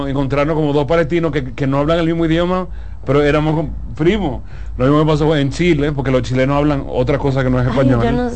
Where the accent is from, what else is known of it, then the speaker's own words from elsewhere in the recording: Dominican Republic; Los únicos morenos somos los dominicanos que hay allá.